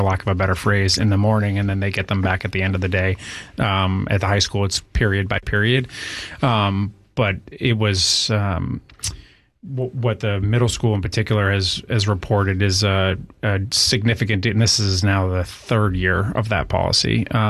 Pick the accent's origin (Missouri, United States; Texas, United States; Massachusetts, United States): Massachusetts, United States; Cape Cod; I grew up here on the Cape.